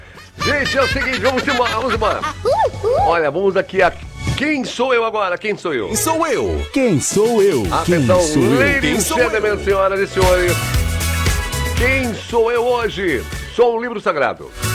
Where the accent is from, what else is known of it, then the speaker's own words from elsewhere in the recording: Barbacena, Minas Gerais, Brazil; Quando eu era pequeno lá em Barbacena, eu ouvia dizer, poxa, que trem é esse?